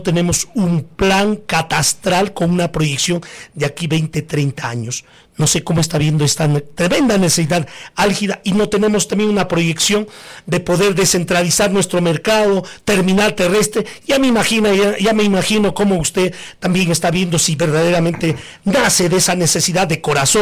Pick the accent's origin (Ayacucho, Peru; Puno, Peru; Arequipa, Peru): Ayacucho, Peru; Coracora; como coracoreño, como parinacochano